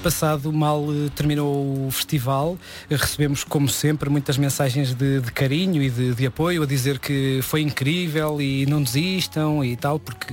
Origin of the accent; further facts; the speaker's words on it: Meda, Centro, Portugal; Mas nós afirmamos-nos como beirões e somos beirões, vá.